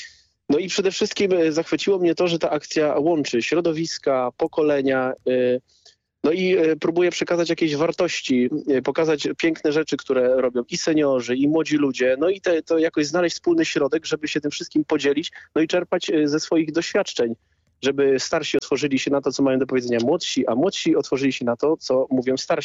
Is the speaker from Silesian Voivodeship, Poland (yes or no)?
no; Subcarpathian Voivodeship, Poland; ja pochodzę z Podkarpacia, mieszkam w Rzeszowie